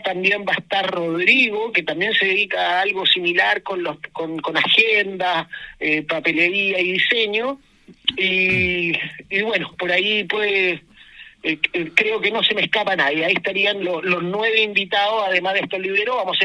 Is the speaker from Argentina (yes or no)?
no; Rengo, O'Higgins, Chile; yo soy de Rengo